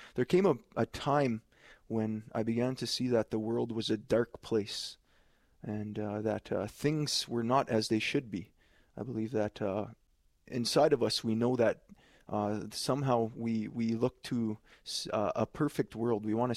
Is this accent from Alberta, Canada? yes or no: yes; Kikino, Alberta, Canada; I'm from Kikinaw, Alberta. It's a Métis settlement about 40 kilometers south of Lac La Biche.